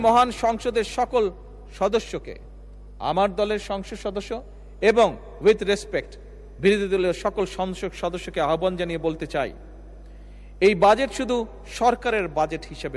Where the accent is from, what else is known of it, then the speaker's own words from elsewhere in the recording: Bangladesh; আমরা বাংলাদেশের মানুষ পরিশ্রমী মানুষ